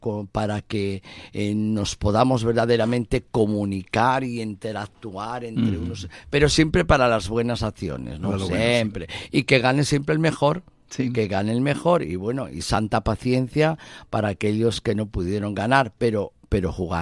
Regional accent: Spain; moved away; yo soy español, ¿eh? Soy español de origen

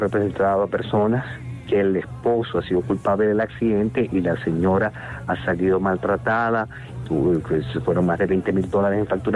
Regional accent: Venezuela; Y yo como venezolano

